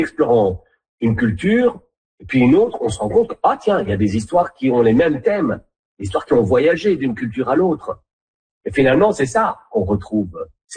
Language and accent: French; Belgium; puisque moi j'ai grandi en Belgique.